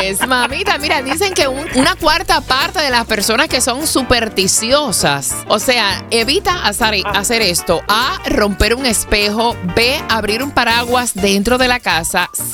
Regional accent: Puerto Rico; De hecho, en Puerto Rico somos así, super friendly.

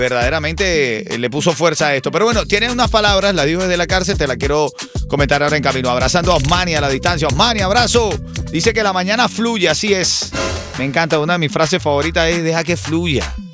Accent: Venezuela; yo soy venezolano, pero me he estudiado todo este mundo cubano

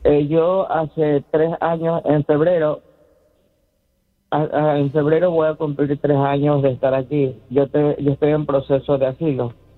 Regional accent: Ecuador; moved away; Yo en mi país, Ecuador, fui atentado, extorsionado.

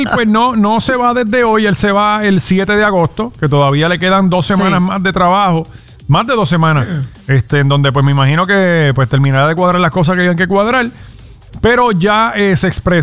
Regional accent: Puerto Rico; No habla como nosotros en Corozal y en Toalta

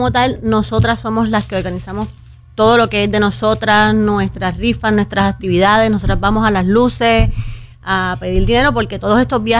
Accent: Cayey, Puerto Rico; Yo soy de Calley, yo no dije de Canóvana.

